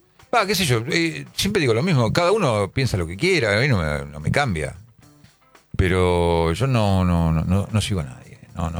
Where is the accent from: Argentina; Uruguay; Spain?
Argentina; Buenos Aires; De Villa Urquiza. Sí, toda la vida vivo en Villa Urquiza. Sí, claro, Villa Urquiza. Pero no vivo más en Villa Urquiza. Un montón de años que no vivo en Villa Urquiza.